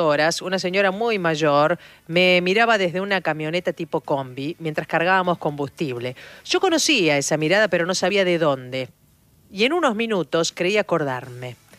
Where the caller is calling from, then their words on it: Brandsen, Buenos Aires Province, Argentina; de Bransen. Hoy quiero compartir algo muy hermoso.